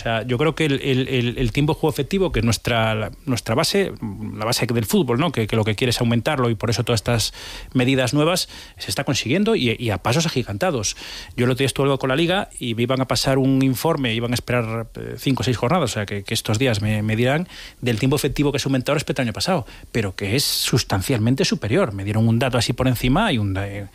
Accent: Vigo, Galicia, Spain; Y yo nací con eso, con 18 años, con eso queda. O sea, mi familia era de Vigo también.

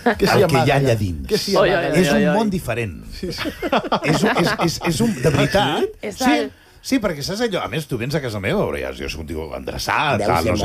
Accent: Premià de Dalt, Catalonia, Spain; jo sóc de Premià de Dalt, i m'acaba de venir una idea de quan era petit

